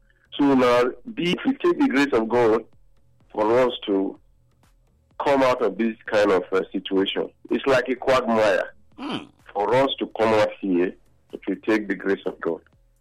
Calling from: Nigeria; I'm calling from Obisha Quarter.

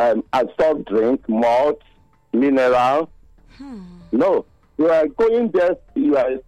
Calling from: Benin City, Edo, Nigeria; I'm calling from Ekenwan.

